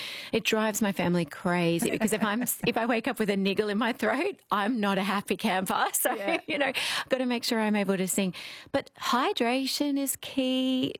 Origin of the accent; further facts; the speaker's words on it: Australia; So when I was touring in Poland as an Australian, people would ask me, you know, what's your name?